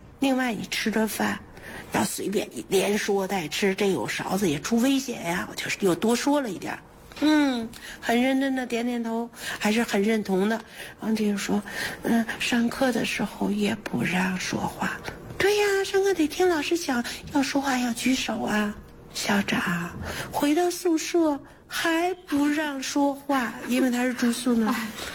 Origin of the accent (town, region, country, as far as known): China